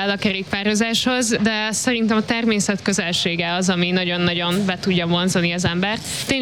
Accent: Pécs, Baranya, Hungary; Igazából itt is töltöttem az egyetemi éveimet, és én igazából pécsi vagyok

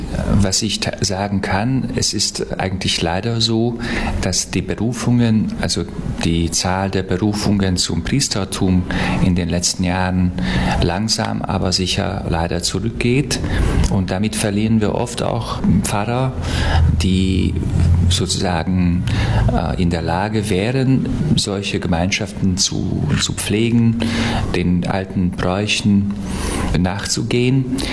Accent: Vas County, Vas, Hungary; now in Budapest, Hungary; Ich komme aus Westungarn, aus Vasmegye.

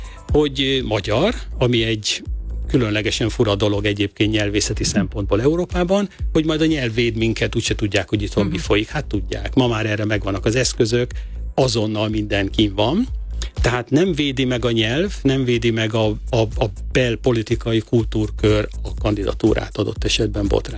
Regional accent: Hungary; moved away as an adult; also born or lived in China

